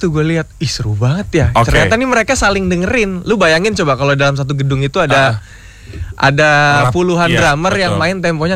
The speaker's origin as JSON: {"language": "Indonesian", "region": "Kalimantan", "country": "Indonesia", "lives_now": "Jakarta, Indonesia", "said": "Jadi gue dari Kalimantan ya. Jadi gue terbang merantau ke Jakarta."}